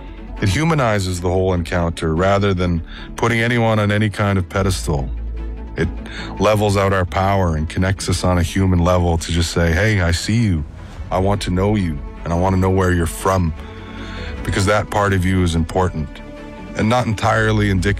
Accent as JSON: {"language": "English", "region": "Manitoba", "country": "Canada", "tie": "born or raised there", "said": "I come from the Peguis First Nation. I grew up in a home without running water."}